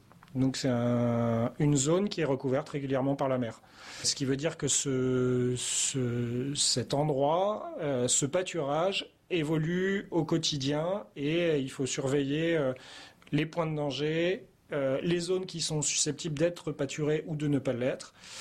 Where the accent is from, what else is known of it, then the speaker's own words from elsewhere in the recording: Avranches, Normandy, France; moved away as an adult; also born or lived in Brittany; je travaillais en Bretagne et donc je souhaitais revenir dans ma région natale. Je suis né à Avranches